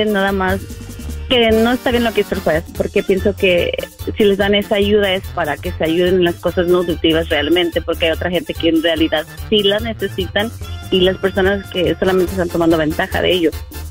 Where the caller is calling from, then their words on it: Woodstock, Illinois, United States; Vivo en Woodstock, Illinois.